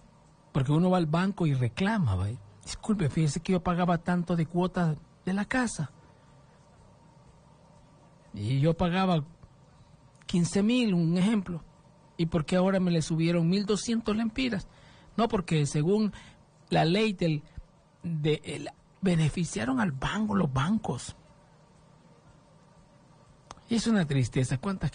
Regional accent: Honduras; Nosotros como hondureños estamos pagando la corrupción.

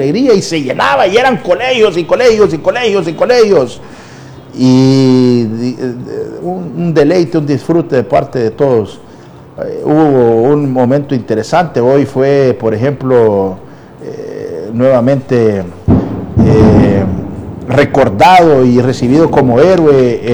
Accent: Honduras; tenemos que volver a la esencia de quienes somos como hondureños.

